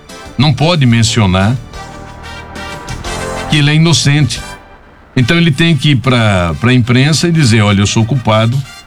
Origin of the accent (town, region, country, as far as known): Brazil